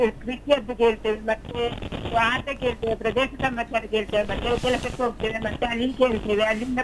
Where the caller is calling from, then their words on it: Puttur, Karnataka, India; ನಾನು ಪುತ್ತೂರಿನಿಂದ